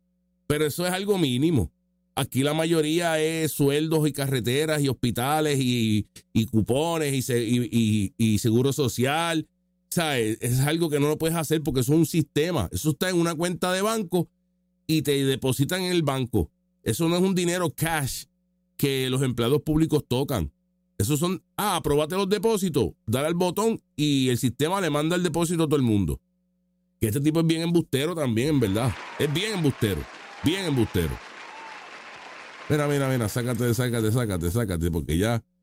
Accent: Puerto Rico; Nosotros somos una isla caribeña americana. ¿Sabes? Somos 3 millones de ciudadanos americanos aquí.

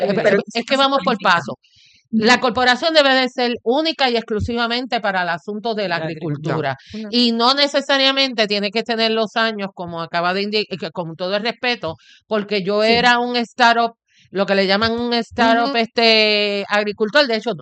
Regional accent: Puerto Rico

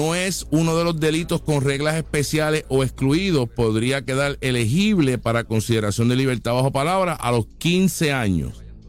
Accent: Aibonito, Puerto Rico; esta situación que ocurrió en mi pueblo de Ay Bonito, en mi hermoso pueblo de Ay Bonito.

